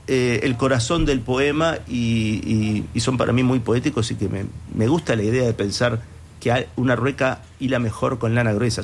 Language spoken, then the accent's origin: Spanish; Montevideo, Uruguay; para los montevideanos, yo que soy montevideano